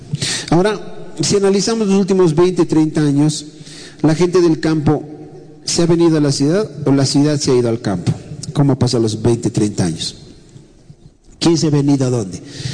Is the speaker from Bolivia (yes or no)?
yes; Bolivia; nos ha blindado a los bolivianos